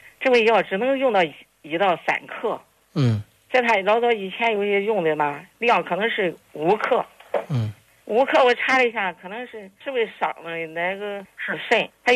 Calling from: Lianyungang, Jiangsu, China; 我连云港的。

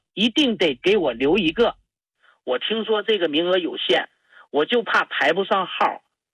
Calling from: Hebei, China; ，今年63了

